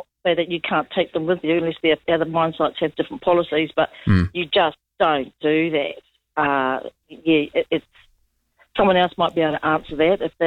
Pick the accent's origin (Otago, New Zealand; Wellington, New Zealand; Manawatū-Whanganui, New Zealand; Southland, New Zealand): Manawatū-Whanganui, New Zealand; Taumarunui; I am from Taumarunui, actually.